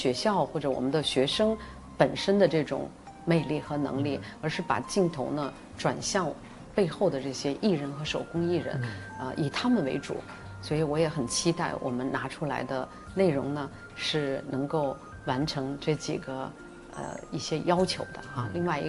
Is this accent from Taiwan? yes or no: no; Guangdong, China; 他们粤语肯定不比我们真正土生土长的这个传统的广东人士呢说得差啊